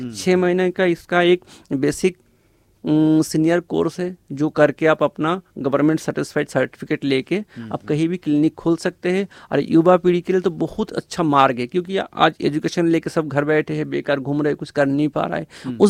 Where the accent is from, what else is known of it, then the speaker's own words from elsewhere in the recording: Kolkata, West Bengal, India; जी मैं एक्चुअली कलकत्ता से बिलोंग करता हूँ मैं